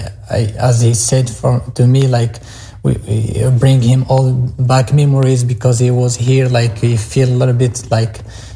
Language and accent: English; Marrakesh, Marrakesh-Safi, Morocco; English is a second language; from Marrakesh. I'm a resident storyteller from the World Storytelling Cafe, and all the way from Marrakesh, I'm very happy to represent World Storytelling Cafe, Marrakesh, Morocco, Africa, and my very, very small, tiny village, Okhriban.